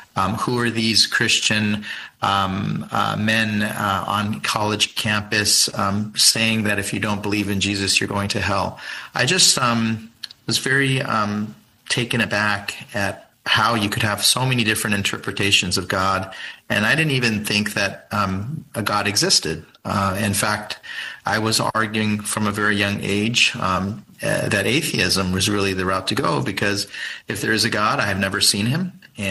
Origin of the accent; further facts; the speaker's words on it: Arizona, United States; I grew up in Arizona to two parents who really didn't talk about religion.